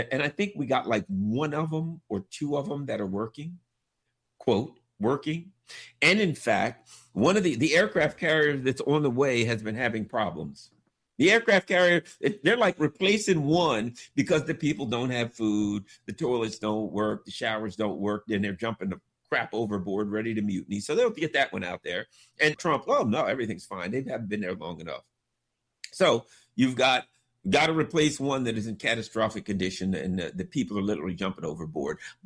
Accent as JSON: {"language": "English", "country": "United States", "said": "As an American citizen"}